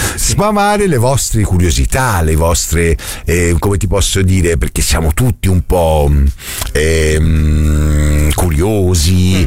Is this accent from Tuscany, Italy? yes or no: yes; Florence, Tuscany, Italy; born there; siamo nati a Coverciano tutti e due